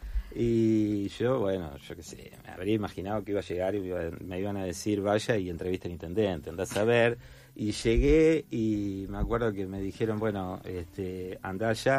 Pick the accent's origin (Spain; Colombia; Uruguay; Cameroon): Uruguay; Paysandú; now in Argentina; Yo soy de Paysandú